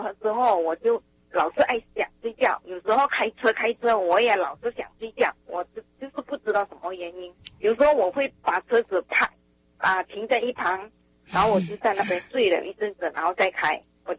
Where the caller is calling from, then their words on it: Vancouver, British Columbia, Canada; Chinese is a second language; Hello 啊，你好，我是来自温哥华的加拿大温哥华的啊 … ，我的国语讲的不是这么好。